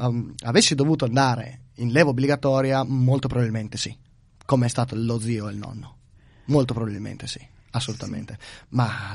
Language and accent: Italian; Friuli-Venezia Giulia, Italy; now in Australia; siamo qui a parlare un pochettino della nostra terra natia.